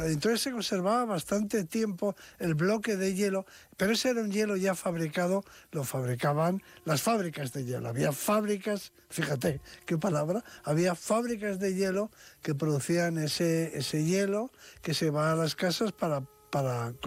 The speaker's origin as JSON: {"language": "Spanish", "town": "Bilbao", "region": "Basque Country", "country": "Spain", "tie": "born or raised there", "said": "yo todavía he conocido de niño, en mi casa, en Bilbao, por ejemplo, no había frigoríficos"}